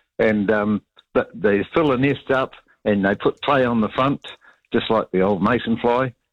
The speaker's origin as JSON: {"language": "English", "town": "Timaru", "region": "Canterbury", "country": "New Zealand", "said": "I'm here from Timaru, and I'm a keen gardener."}